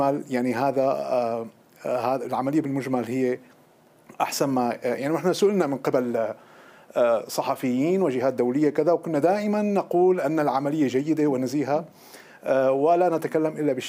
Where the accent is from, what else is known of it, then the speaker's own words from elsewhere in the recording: Damascus, Damascus Governorate, Syria; على مستوى مدينتي دمشق وعلى مستوى كل المحافظات